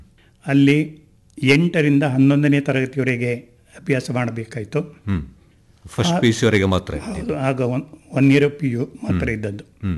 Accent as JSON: {"language": "Kannada", "area": "Bhagamandala", "region": "Karnataka", "country": "India", "tie": "born or raised there", "also_born_or_lived": "Cherambane / Madikeri", "said": "ನಾನು 1944 April 24 ಮಡಿಕೇರಿ ತಾಲೂಕು ಭಾಗಮಂಡಲ ಹೋಬಳಿ ಬೆಂಗೂರು ಗ್ರಾಮದ … 7ನೆಯ ಮಗನಾಗಿ ಜನಿಸಿದೆ. ಒಟ್ಟಿಗೆ 8 ಮಕ್ಕಳು, ಒಬ್ಬರು ಸಹೋದರಿ. ನಾನು 8ನೆಯವನು ಆ ಲೆಕ್ಕದಲ್ಲಿ. ನನ್ನ ಬಾಲ್ಯ ವಿದ್ಯಾಭ್ಯಾಸವೆಲ್ಲ ಕೊಟ್ಟೂರು ಮತ್ತು ಚೇರಮಾಣಿಯಲ್ಲಿ."}